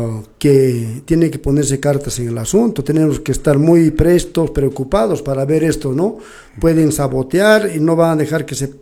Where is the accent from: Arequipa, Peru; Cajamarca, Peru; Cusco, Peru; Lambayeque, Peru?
Cusco, Peru; Calca; lo hago como calqueño que quiero a mi tierra